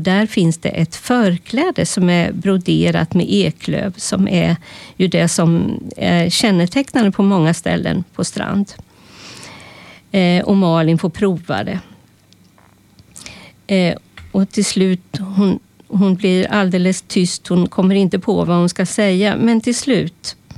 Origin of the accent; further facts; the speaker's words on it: Jönköping, Jönköping County, Sweden; moved away; also born or lived in Örebro / Stockholm / Karlstad; jag är född och uppvuxen i Jönköping vid Vättern. Och sen flyttade jag till Örebro, Hjälman. Och sen till Stockholm, Mälaren. Och sen flyttade till Karlstad och Vänern. Men nu har jag ett hus vid havet. En sommarstuga på västkusten.